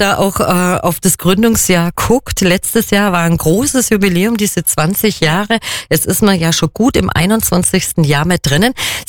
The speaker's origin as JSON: {"language": "German", "town": "Kempten", "region": "Bavaria", "country": "Germany", "tie": "born or raised there", "said": "aber wir sind beide, ich bin eine gebürtige Kemptnerin, wir sind beide Allgäuerinnen, durch und durch."}